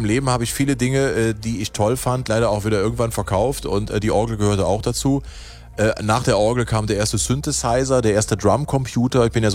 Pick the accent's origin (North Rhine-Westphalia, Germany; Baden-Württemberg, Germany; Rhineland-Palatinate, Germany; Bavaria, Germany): North Rhine-Westphalia, Germany; Aachen; ich komme aus Aachen, ich bin römisch-katholisch erzogen worden